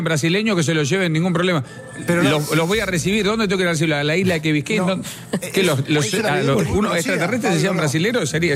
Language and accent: Spanish; San Carlos de Bolívar, Buenos Aires Province, Argentina; born there; Muy cerquita de Bolívar, donde yo nací